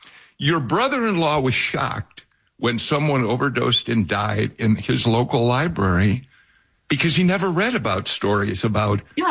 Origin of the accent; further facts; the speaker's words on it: Skokie, Illinois, United States; My first job in newspapering was actually working summers at the Skokie News, the town in which I grew up just outside of Chicago.